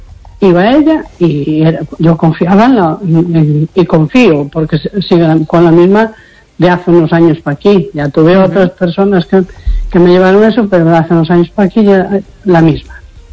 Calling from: A Coruña, Galicia, Spain; de la Coruña.

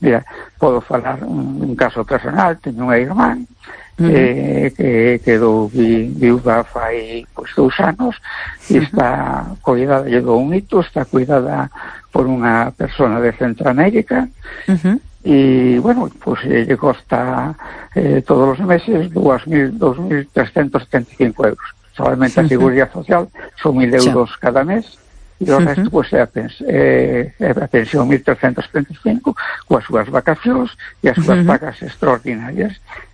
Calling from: A Coruña, Galicia, Spain; de Coruña.

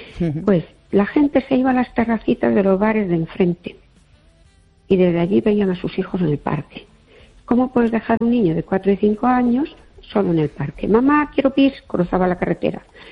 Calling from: Fene, Galicia, Spain

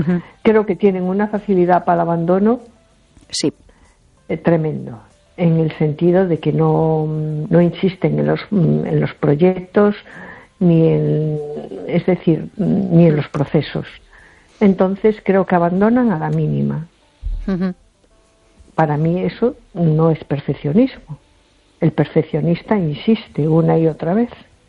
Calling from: A Coruña, Galicia, Spain; de Coruña.

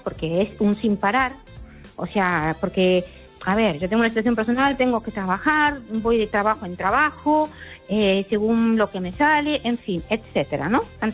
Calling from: Ourense, Galicia, Spain; de Orense.

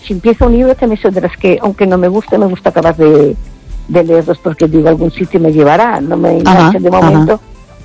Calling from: Vigo, Galicia, Spain; Desde Vigo.

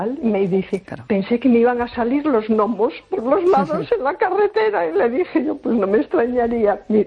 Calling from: Galicia, Spain; accent: Galician

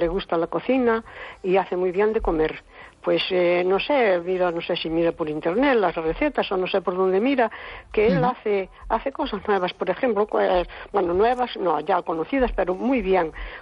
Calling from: Cespón, Galicia, Spain; de Cespón.

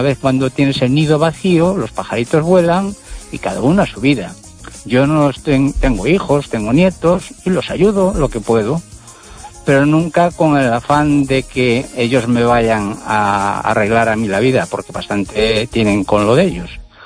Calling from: Pontevedra, Galicia, Spain; ahora mismo estoy en Pontevedra.

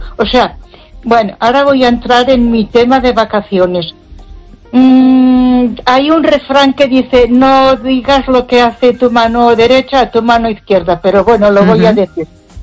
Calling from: Ponferrada, Castile and León, Spain; de Ponferrada.

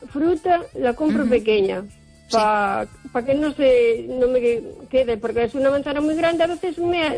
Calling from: Carballiño, Galicia, Spain; Hola, Esther. Buenas noches.

